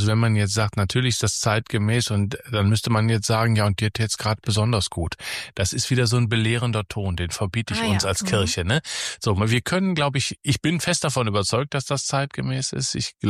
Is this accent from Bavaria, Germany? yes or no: no; Nettetal, North Rhine-Westphalia, Germany; moved away as an adult; now in Kevelaer, Germany; ich komme aus Nettetal, das ist gar nicht so weit von hier weg, das sind so 35 Kilometer.